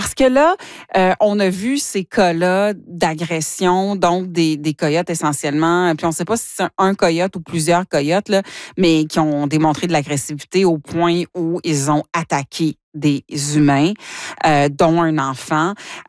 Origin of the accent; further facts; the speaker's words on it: Ontario, Canada; c'est sûrement la fille du Nord, je viens du Nord de la province